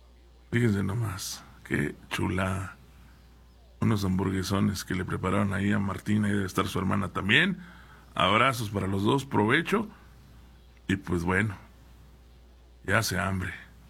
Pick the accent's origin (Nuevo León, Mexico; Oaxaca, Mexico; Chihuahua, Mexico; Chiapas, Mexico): Chihuahua, Mexico; Meoqui; en Meoqui, mi tierra querida, adorada